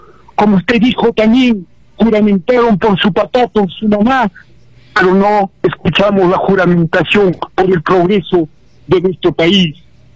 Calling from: Puno, Peru; me llamo desde Puno.

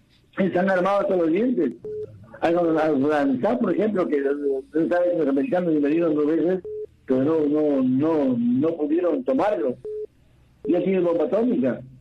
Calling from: Peru

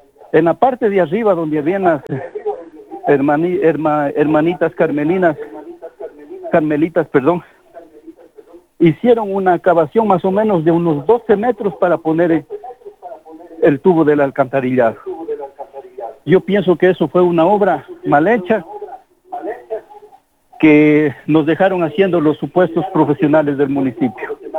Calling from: Loja, Ecuador; Soy morador del Plateado, doctor.

